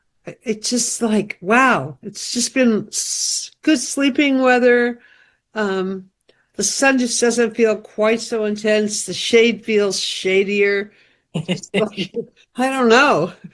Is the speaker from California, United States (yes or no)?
yes; Kern County, California, United States; moved away; I grew up in Kern County and we grew potatoes.